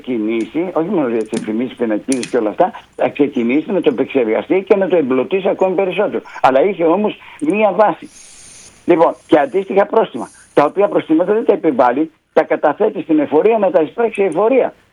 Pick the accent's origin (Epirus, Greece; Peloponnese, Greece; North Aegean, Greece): Epirus, Greece; Preveza; όταν είμαι εγώ από την Πρέβεζα 16 χρόνια πρόεδρος στον τομέα ηθικής και διοντολογίας